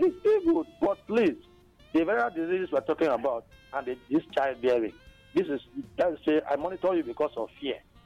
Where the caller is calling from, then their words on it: Cross River, Nigeria; I'm calling from Cross River State.